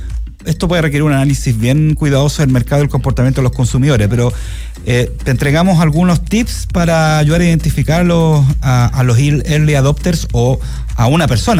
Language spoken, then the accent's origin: Spanish; Chile; Nosotros como chilenos, ves que toda la gente